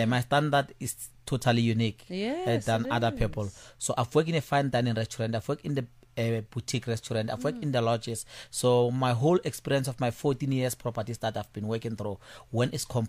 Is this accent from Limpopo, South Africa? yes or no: yes; Bekkersfort, Limpopo, South Africa; I've got into this space as … from Bekkersfort in Limpopo.